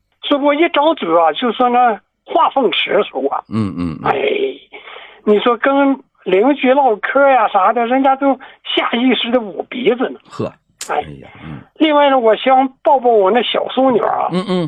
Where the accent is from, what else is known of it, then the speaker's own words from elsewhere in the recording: Shanxi, China; 哎，我是山西的华平区呀。